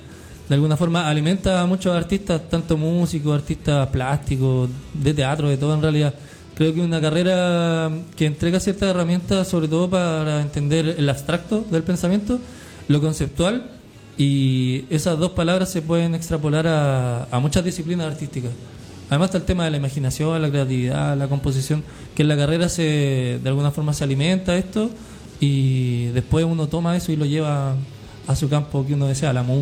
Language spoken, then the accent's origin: Spanish; San Pedro de la Paz, Biobío, Chile; yo soy de San Pedro, soy del sector de Candelaria.